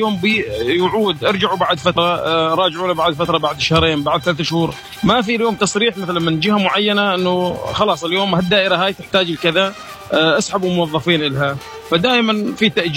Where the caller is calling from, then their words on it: Deir ez-Zor, Deir ez-Zor Governorate, Syria; من دير الزور.